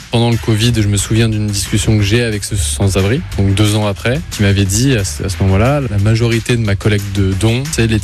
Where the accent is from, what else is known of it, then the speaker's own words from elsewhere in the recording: Lille, Hauts-de-France, France; j'ai 23 ans et je suis Lillois.